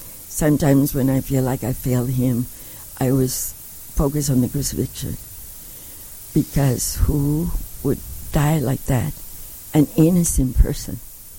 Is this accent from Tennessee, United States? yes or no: no; San Antonio, Texas, United States; born there; So I am very proud to be Catholic. I was born in San Antonio, Texas, and I was the youngest of six girls, and my brother was the baby of the family.